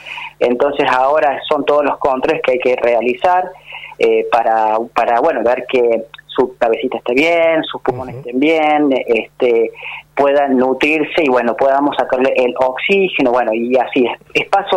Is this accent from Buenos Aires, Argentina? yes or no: no; Córdoba, Argentina; accent: Cordoban; Yo primero hice pediatría en el hospital de niños en Córdoba. Soy cordobés por mi acento.